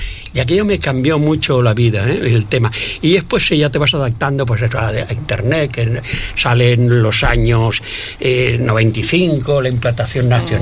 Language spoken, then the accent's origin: Spanish; Carrús, Valencian Community, Spain; born there; yo nací en Carrús, en el campo. Después nos marchamos a un piso